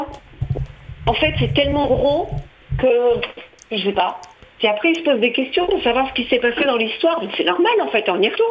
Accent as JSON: {"language": "French", "country": "France", "tie": "born there", "said": "Je suis née en France, de parents maghrébins qui ont donné leur vie pour la France"}